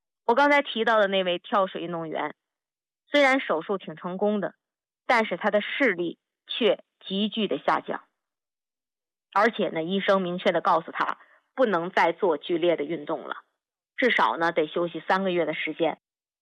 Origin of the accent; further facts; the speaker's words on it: China; 因为我们中国人的食疗讲究的是以形补形，吃肝补肝